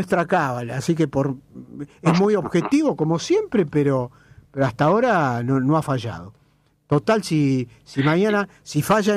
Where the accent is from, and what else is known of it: Argentina